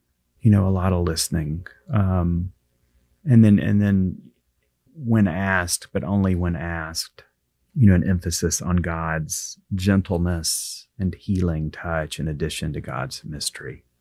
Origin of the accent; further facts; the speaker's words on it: Guntersville, Alabama, United States; United Methodist, a little bitty United Methodist church in Guntersville, Alabama, my hometown.